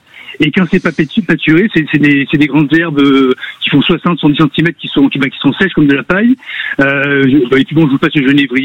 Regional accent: Auvergne-Rhône-Alpes, France; Enfin, je suis de la Drôme initialement, donc je suis de côté de Die, donc je connais aussi la Drôme.

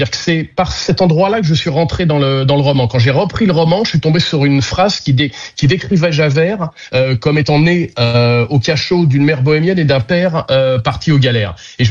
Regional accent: France; Il y a moins de figurants, il y a moins d'explosions parce que je suis français.

